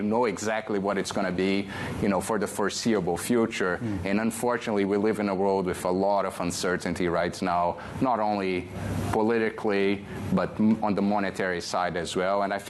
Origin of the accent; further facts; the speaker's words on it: Brazil; moved away; I grew up in Brazil, and you know, I went my teenage years in the 90s in Brazil, late 80s, early 90s